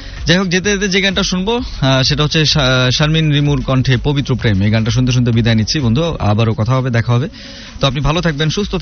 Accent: Dhaka, Dhaka Division, Bangladesh; আমার বাড়ি তো পুরান ঢাকা

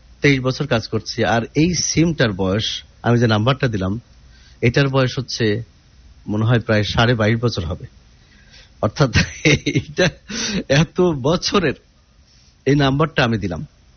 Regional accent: Kushtia, Khulna Division, Bangladesh; আমার বাড়ি যেমন কুষ্টিয়া, তা আমি কিভাবে দেখা করবো?

